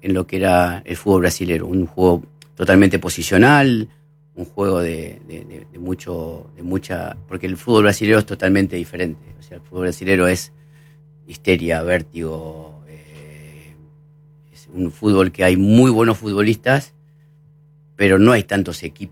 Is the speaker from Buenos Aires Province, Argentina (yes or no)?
no; Casilda, Santa Fe, Argentina; moved away as an adult; now in Brazil; Yo vengo de Casilda, arranqué en Ecuador, en Bolivia, en Perú